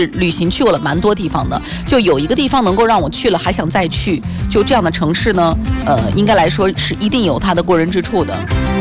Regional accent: Taiyuan, Shanxi, China; moved away; 刚好去到了我的老家山西。其实山西这地儿呢最近几年特别的火，我自己作为山西太原人，我也是十分的骄傲啊。

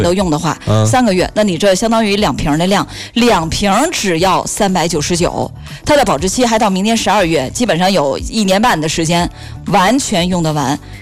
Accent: Northeast China, China; moved away as an adult; now in Fuzhou, China; 我现在在福州19年，在东北18年。

